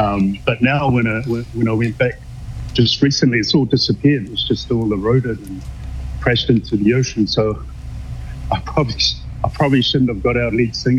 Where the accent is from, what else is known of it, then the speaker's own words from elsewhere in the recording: Samoa; also born or lived in Christchurch, New Zealand; I'm from Samoa, and I grew up in Christchurch, but spent most of my life in Samoa.